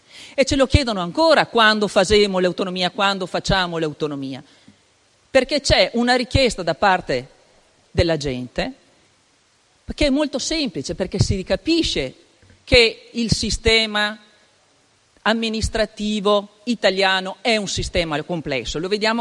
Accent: Veneto, Italy; Abbiamo una forte identità. Abbiamo la voglia di distinguerci come veneti, perché siamo orgogliosi di esserlo.

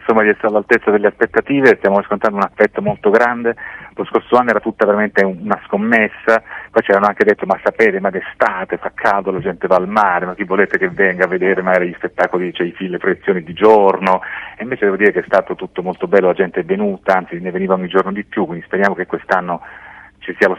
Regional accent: Sicily, Italy; now in Milan, Italy; io sono siciliano, vivo a Milano ormai da 36 anni, ma come dico sempre, Milano è la mia città, ma questa è la mia terra

